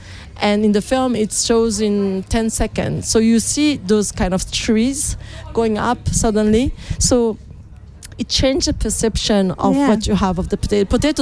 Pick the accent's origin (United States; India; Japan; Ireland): Japan; English is a second language; I'm from Japan, so I'm pointing Europe as a different part of geographically mm-hmm. on Earth from where I come from.